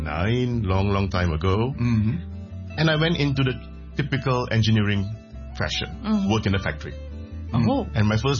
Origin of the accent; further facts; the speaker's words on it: Malaysia; Growing up in Malaysia wasn't easy. And when you look like me and you talk like me, it is already putting a different pressure.